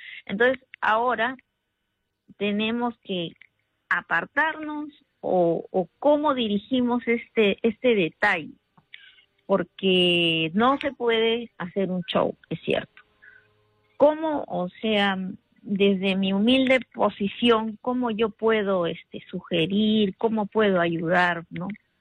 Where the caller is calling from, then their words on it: Chiclayo, Lambayeque, Peru; Desde Chiclayo